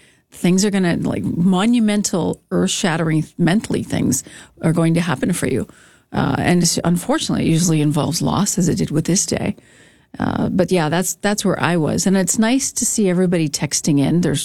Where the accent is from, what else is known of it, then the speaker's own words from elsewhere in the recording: Canada; I was at a movie set, and as a Canadian, I was watching, you know, because when it's on your own soil, it does trigger differently, you know.